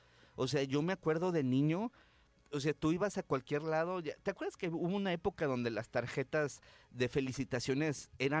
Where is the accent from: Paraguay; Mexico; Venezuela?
Mexico; Guadalajara, Jalisco